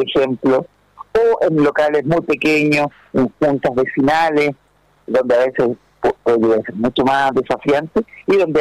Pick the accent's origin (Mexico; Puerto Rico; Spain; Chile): Chile; yo como chileno apoyando a Argentina